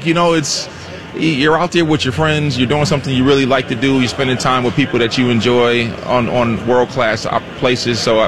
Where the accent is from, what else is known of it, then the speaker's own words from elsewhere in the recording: Minnesota, United States; Well, I'm from Minnesota, so you know, it's not like growing up in Houston or, you know, Dallas or Miami